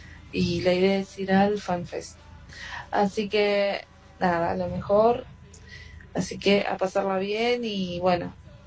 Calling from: Ituzaingó, Buenos Aires Province, Argentina; de Ituzaingó

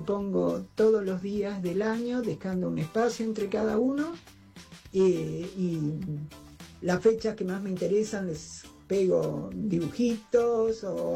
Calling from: Buenos Aires, Argentina; de Chacarita

